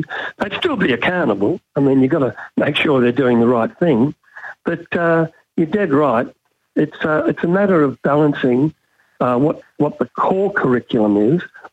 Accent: Australia; It's time that we recognise we're all Australian.

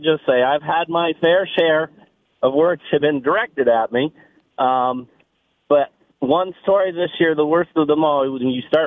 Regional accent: Ohio, United States; moved away; also born or lived in Iowa / Dakota; So I grew up in Ohio, live in Iowa, and Dakota.

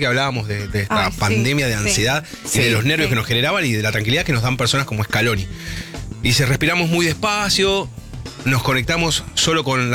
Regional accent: González Catán, Buenos Aires Province, Argentina; A mí me encanta el litoral, me encanta. Soy de Catán.

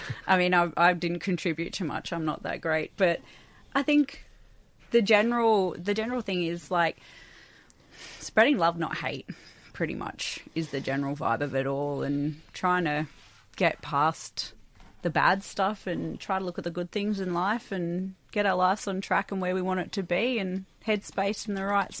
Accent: Australia; also born or lived in Awabakal country; today from a Wabakal country. I'm a Wiradjuri background, and born and raised on Gamilaroi country, so I've got a bit of a mix happening there, and I do have some Irish and Italian in there as well, so a bit of a mixed bag.

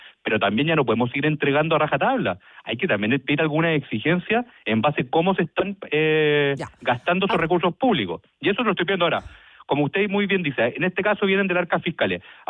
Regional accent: Chile; yo también como ciudadano chileno

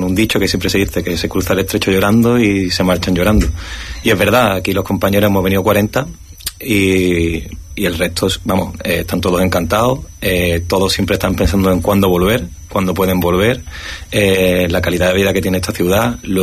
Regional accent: Ceuta, Spain; los que somos guía de Ceuta, pues siempre intentamos defender nuestra ciudad.

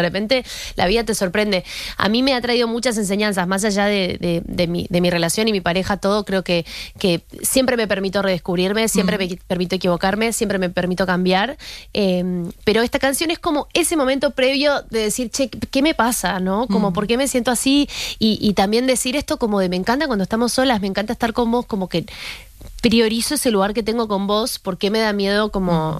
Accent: Argentina; si no las cura el Fernet, como tomamos en mi país

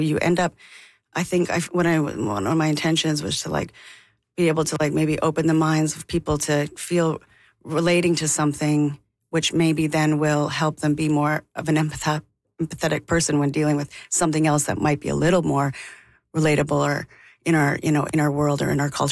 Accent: Alberta, Canada; growing up in Alberta in the 90s and you know, kind of figuring out you're queer and being a little scared about

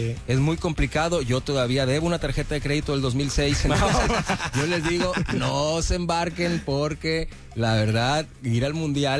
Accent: Sinaloa, Mexico; fíjate que si soy de Sinaloa, ojo.

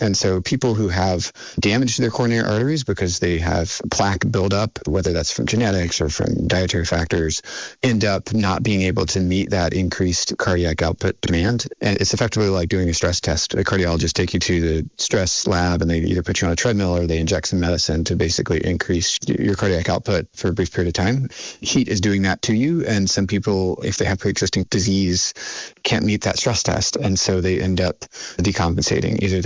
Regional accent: South Carolina, United States; born or raised there

